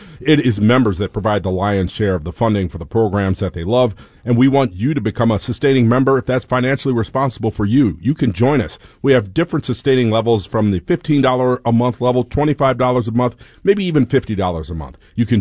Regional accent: University City, Missouri, United States; my hometown, I know you're listening, University City.

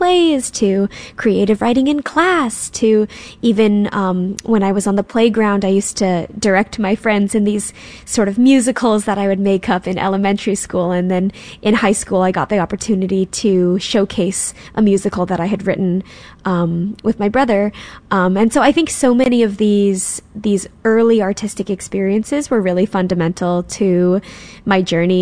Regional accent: St. Louis, Missouri, United States; and then I was born in St. Louis. I love St. Louis. I feel so nostalgic for my hometown every time I'm back there.

